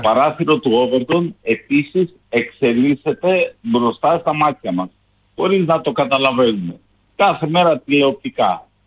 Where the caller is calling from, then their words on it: Kilkis, Central Macedonia, Greece; από Κυρκής.